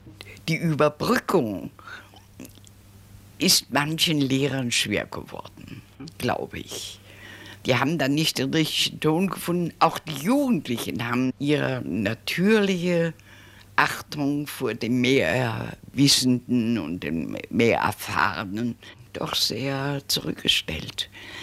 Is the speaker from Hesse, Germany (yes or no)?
yes; Hesse, Germany; now in Frankfurt, Germany; Obwohl meine Heimat an der waldeckischen Grenze, zwischen Frankenberg und Korbach, ganz auf dem Lande, mich immer noch anzieht